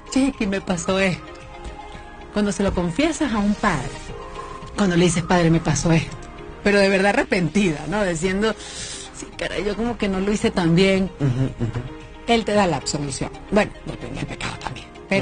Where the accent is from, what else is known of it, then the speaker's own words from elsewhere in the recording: Venezuela; soy venezolana